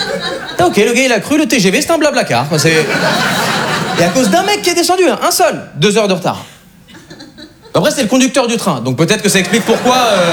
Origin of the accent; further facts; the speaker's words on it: Switzerland; now in France; Je suis pas parisien, je suis pas français. Moi, en réalité, je suis suisse.